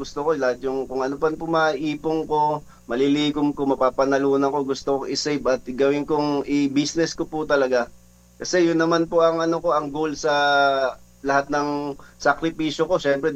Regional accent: Las Piñas, Metro Manila, Philippines; born or raised there; now in Quezon City, Philippines

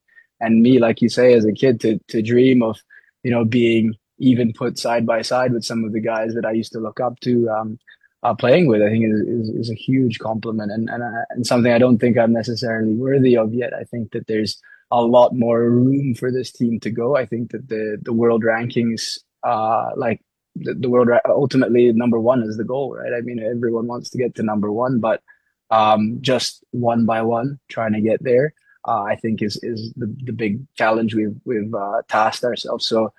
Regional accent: Philippines; I grew up in the Philippines.

